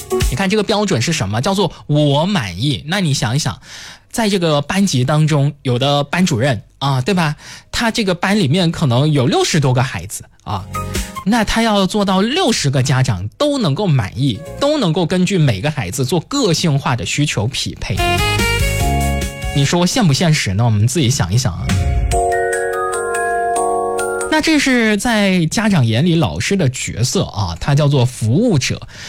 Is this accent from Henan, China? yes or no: no; Guangdong, China; 有点像我们广东话讲的鸡同鸭讲